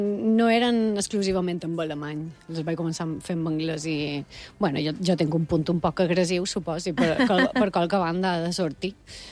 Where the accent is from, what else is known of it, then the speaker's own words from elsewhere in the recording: Balearic Islands, Spain; Som els mallorquins